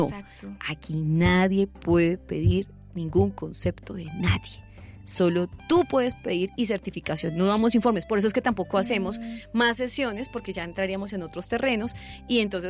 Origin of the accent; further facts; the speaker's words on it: Colombia; así somos los colombianos.